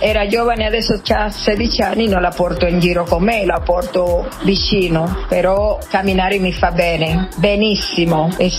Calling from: Senigallia, Marche, Italy; abito a Senigallia. Mm-hmm. Ho il mare dietro casa.

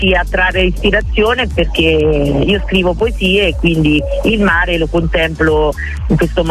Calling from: Jesi, Marche, Italy; vengo da Iesi.

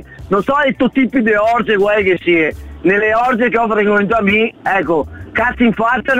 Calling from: Treviso, Veneto, Italy; Treviso City

